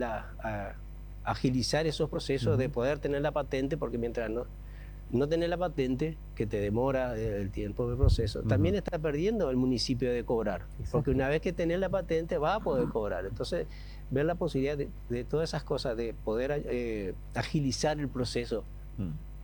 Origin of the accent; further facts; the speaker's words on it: Uruguay; moved away; Bueno, contanos, yo soy una persona, soy extranjero, o sea, vine de Uruguay hace 38 años.